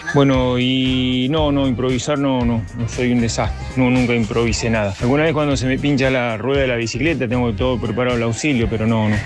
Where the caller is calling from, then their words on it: San Justo, Argentina; acá en San Justo